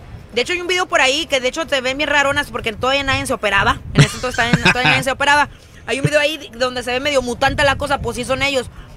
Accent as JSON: {"language": "Spanish", "town": "Tijuana", "region": "Baja California", "country": "Mexico", "said": "todos son de Tijuana, de donde yo soy."}